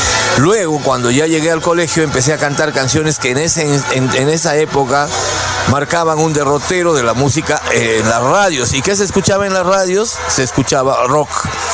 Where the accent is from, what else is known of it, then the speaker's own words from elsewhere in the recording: Huánuco, Peru; en Huánuco, en mi ciudad natal, en mi casa